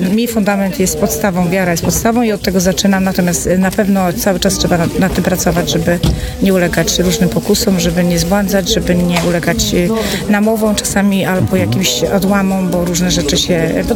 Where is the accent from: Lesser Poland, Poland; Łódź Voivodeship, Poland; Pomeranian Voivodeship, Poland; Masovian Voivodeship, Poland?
Pomeranian Voivodeship, Poland; Ziemianice; Ziemianic.